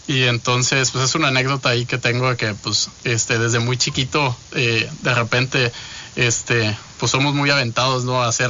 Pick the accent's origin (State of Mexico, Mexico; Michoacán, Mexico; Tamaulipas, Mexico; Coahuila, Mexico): Tamaulipas, Mexico; Ciudad Victoria; born there; orgullosamente soy nacido aquí en Victoria. Mi familia también, mi padre, mi madre, nacidos aquí en Ciudad Victoria.